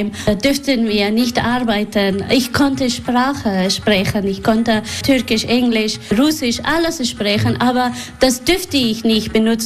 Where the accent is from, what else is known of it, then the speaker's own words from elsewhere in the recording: Kabul, Afghanistan; now in Germany; Nee, ich komme aus Kabel.